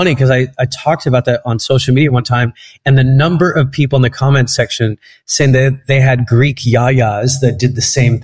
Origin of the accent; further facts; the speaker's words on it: Alexandria, Alexandria Governorate, Egypt; also born or lived in Cairo, Egypt / Los Angeles / New York / London; now in Paris, France; I was born in Cairo, Egypt, but we lived in Alexandria, which is a big mixed area.